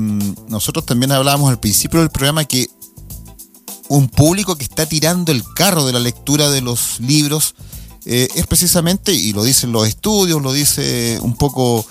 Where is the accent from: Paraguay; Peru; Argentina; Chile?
Chile; porque el chileno no lee mucha poesía, no somos muy, aunque tenemos grandes poetas